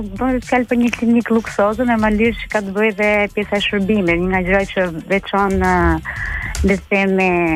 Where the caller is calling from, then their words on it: Tirana, Tirana County, Albania; jam nga Tirana.